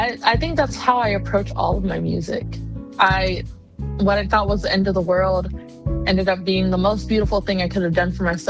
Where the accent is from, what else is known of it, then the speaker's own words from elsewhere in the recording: Bakersfield, California, United States; growing up in Bakersfield, obviously we're surrounded by the rich history of country music, such as